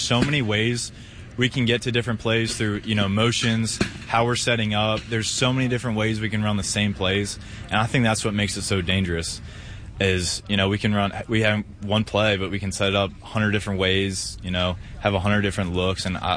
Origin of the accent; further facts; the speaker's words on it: Maryland, United States; I grew up a half hour from here, but it still feels like I'm, you know, playing from my hometown, kind of.